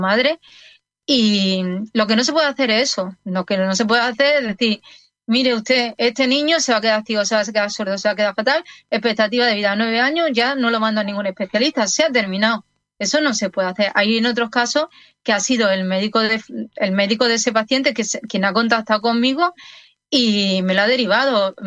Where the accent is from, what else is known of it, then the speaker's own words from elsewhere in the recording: Seville, Andalusia, Spain; yo soy de origen sevillano.